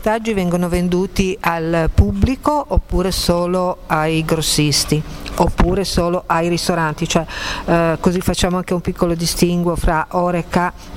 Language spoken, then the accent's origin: Italian; Piedmont, Italy; sono piemontese